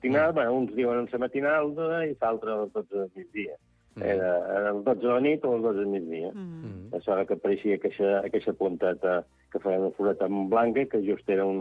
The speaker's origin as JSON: {"language": "Catalan", "town": "Santa Eulària des Riu", "region": "Balearic Islands", "country": "Spain", "said": "Som de Sant Eulari, no som de Sant Joan."}